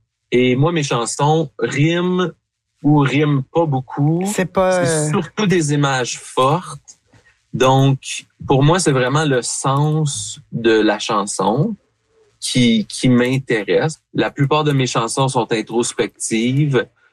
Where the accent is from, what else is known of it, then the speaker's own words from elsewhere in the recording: Gatineau, Quebec, Canada; also born or lived in Ottawa; Moi, je suis né à Ottawa. Mon père vient de Sudbury, grande famille franco-ontarienne. Okay. Ma mère vient de la rive sud de Montréal, donc famille francophone. Mais pour ma part, d'avoir grandi à Gatineau, d'être issu d'une famille franco-ontarienne.